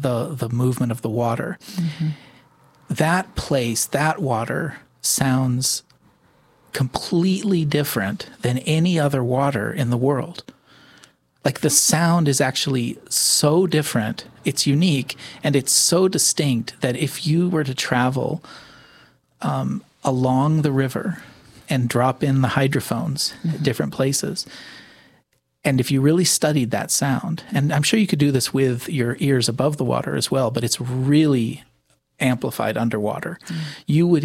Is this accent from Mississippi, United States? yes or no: no; Alaska, United States; I grew up in Alaska and I grew up with glaciers.